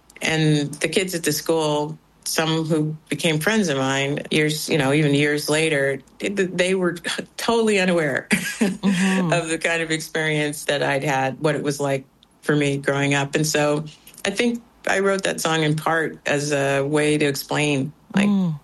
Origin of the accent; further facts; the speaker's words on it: Cleveland, Ohio, United States; I grew up working class in Cleveland, Ohio. And my sister and I, we were raised by my mother after my parents divorced.